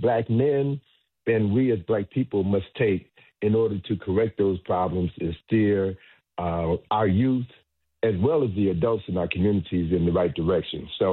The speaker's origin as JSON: {"language": "English", "town": "Chicago", "region": "Illinois", "country": "United States", "tie": "born or raised there", "said": "my hometown, Chicago"}